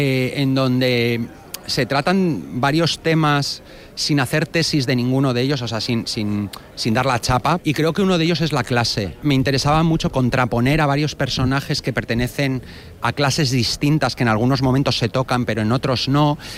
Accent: Bilbao, Basque Country, Spain; moved away; en el momento en el que tomo la decisión de volver a mi casa, de volver a mi tierra y volver a Bilbao

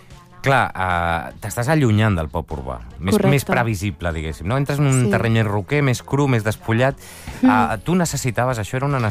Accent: Sant Cugat del Vallès, Catalonia, Spain; jo que sóc de Sant Cugat

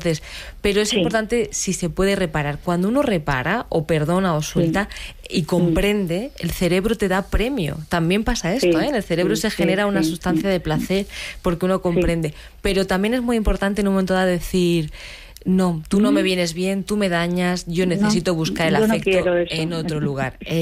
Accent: Águilas, Region of Murcia, Spain; born there; Yo soy nacida en Águilas

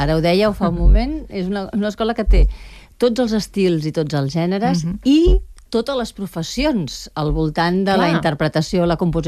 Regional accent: Barcelona, Catalonia, Spain; jo sóc de Nou Barris

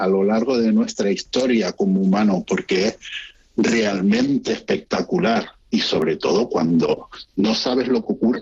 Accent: Canary Islands, Spain; accent: Canarian; moved away as an adult; now in Andøya, Norway; verán en mi tono que soy canario, pues soy un canario emigrado al polo desde hace, pues llevo aquí desde 11 años.

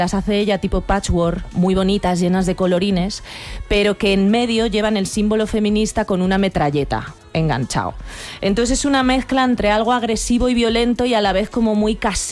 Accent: Madrid, Community of Madrid, Spain; esto tiene todo un discurso mío como madrileña desarraigada.

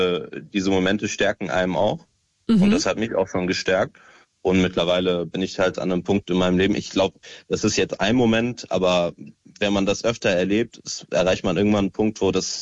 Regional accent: United Arab Emirates; also born or lived in Syria; now in Germany; Also ich bin ursprünglich aus Syrien. Ich bin aus den Emiraten aber nach Deutschland gezogen. Ich bin auch dort aufgewachsen.

